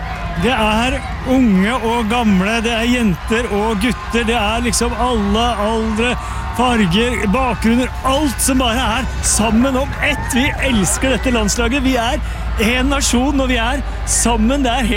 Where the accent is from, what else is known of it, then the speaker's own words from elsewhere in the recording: Oslo, Norway; jeg som er født og oppvokst i Oslo